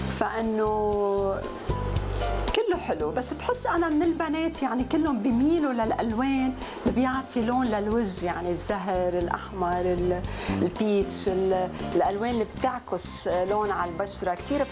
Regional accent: Lebanon; بحلم فيه إذا كان يطاق إنه أنا لبنانية وفكر ببلدي، أكيد بحلم.

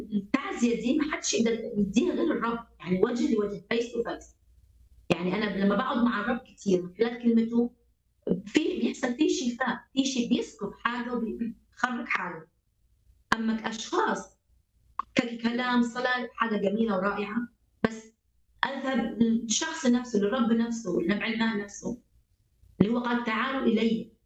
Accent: Iraq; وأنا كعراقية المفروض أنا أصلي وأتشفع لبلد

